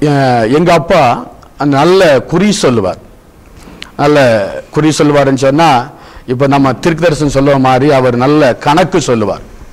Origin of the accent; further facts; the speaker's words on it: Kollancode, Tamil Nadu, India; நாங்கள் இந்து குடும்பத்திலே பிறந்து வளர்ந்தவர்கள். நான் பிறக்கும்போதே இந்து குடும்பம் கொல்லங்கோடு பகுதியிலே சிறுவைபுரம் பகுதியிலே, அந்த இடத்துல எங்களுக்கு சொந்த ஒரு கோவில் உண்டு.